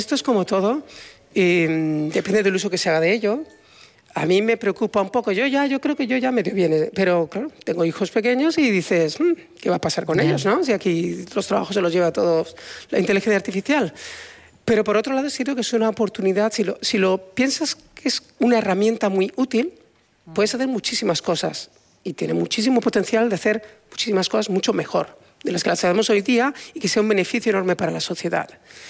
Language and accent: Spanish; Spain; now in United States; Hay un italiano, dos chinos, yo soy español, uno turco.